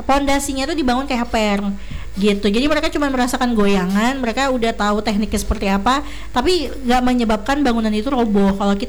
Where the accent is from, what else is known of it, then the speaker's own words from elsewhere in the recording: Sampit, Central Kalimantan, Indonesia; Aku kan besarnya di Kota Sampit ya, di Kota Waringin Timur.